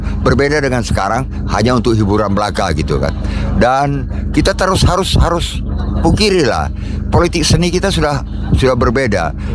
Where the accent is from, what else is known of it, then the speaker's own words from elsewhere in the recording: North Sumatra, Indonesia; Dan kita dari Sumatera Utara, terutama kami ya, termasuk teater Delik dan Dim, teater Anak Negeri dan kelompok-kelompok teater yang lain, kita masih punya ideologi teater itu loh.